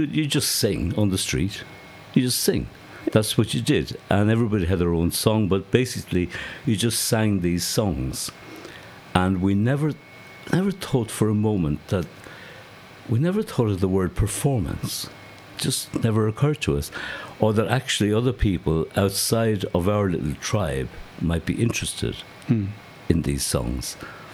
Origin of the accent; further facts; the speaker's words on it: Carrick-on-Suir, Ireland; now in Bradford-on-Avon, United Kingdom; And it's down to my hometown, Carrick-on-Shore.